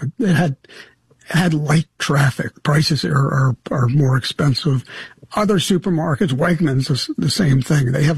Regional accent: Philadelphia, Pennsylvania, United States; now in Lancaster, United States; I grew up in Philadelphia, and when I grew up, Philadelphia had the largest concentration of Italians outside of Rome.

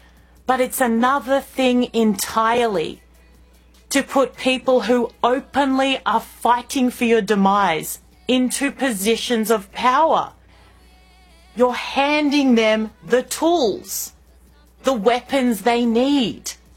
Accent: Indonesia; born or raised there; also born or lived in Australia

